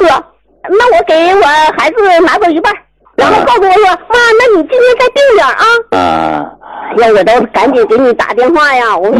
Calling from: Hebei, China; 我是河北的。

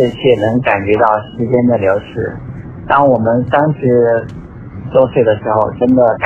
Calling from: Hubei, China; 你好，我是湖北的听众。

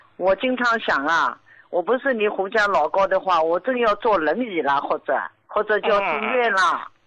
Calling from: Jiangsu, China; 我今年73岁，我是江苏的。

